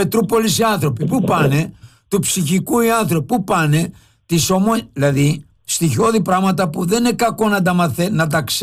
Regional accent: Lefkada, Ionian Islands, Greece; περάσαμε από τη Λευκάδα πριν για να κάνω μία προπόνηση. Από τα μέρη μου.

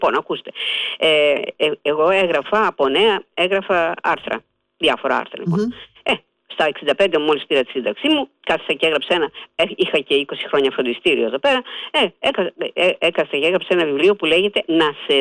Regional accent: Ilioupoli, Attica, Greece; Εγώ είμαι γεννημένη στην Ηλιούπολη, γέννημα θρέμα εδώ. Στην Ερημιά της Ηλιουπόλεως, μάλιστα. Είμαι από τις Ερημιές.

